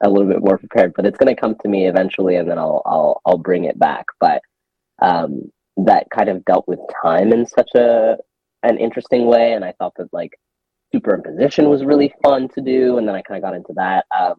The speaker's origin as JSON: {"language": "English", "country": "Ghana", "also_born_or_lived": "Lesotho", "moved": "yes", "lives_now": "Toronto, Canada", "said": "I'm based in Toronto, Canada, and I'm originally from Ghana and Lesotho."}